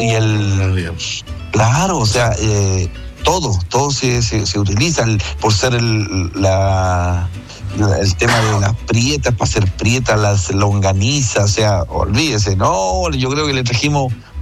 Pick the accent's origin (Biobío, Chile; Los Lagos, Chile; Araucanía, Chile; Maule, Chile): Maule, Chile; Villa Alegre; now in Santiago, Chile